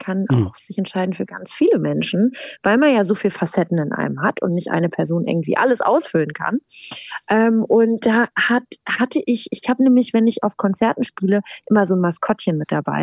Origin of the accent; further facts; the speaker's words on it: Brandenburg, Germany; Jetzt ist ja auch noch Ferienzeit hier bei uns in Brandenburg, wo ich herkomme.